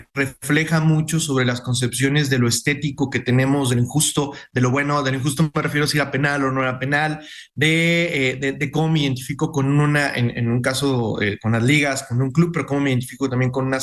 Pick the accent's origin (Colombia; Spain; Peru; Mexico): Mexico; nosotros como comunidad, como mexicanos.